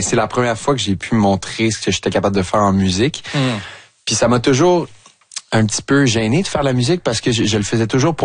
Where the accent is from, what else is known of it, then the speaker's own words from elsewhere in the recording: Longueuil, Quebec, Canada; En fait, moi j'ai grandi dans Vieux-Longueuil, puis lui aussi habitait là.